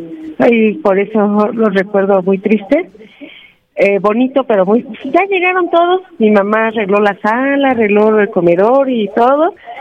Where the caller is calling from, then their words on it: Nicolás Romero, State of Mexico, Mexico; de aquí, de Nicolás Romero.